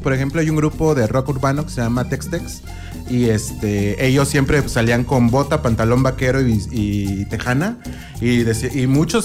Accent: Mexico; nosotros como mexicanos

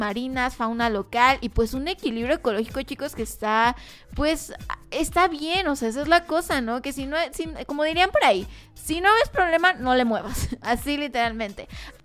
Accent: Mexico

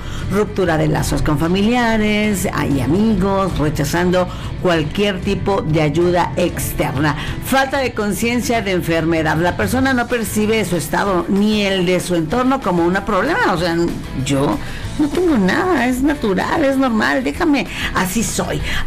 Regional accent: Mexico; Como buena mexicana que somos, que soy

